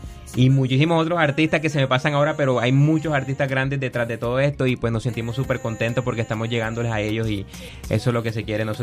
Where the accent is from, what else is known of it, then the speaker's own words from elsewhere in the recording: Barranquilla, Caribbean Region, Colombia; somos costeños